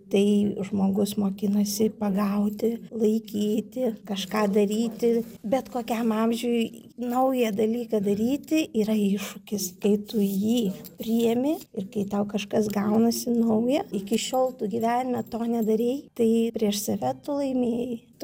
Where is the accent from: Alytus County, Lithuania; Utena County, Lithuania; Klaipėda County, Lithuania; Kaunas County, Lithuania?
Kaunas County, Lithuania; Kaunas; nors esame iš Kauno, o dirbtuvės vyksta Tauragėj.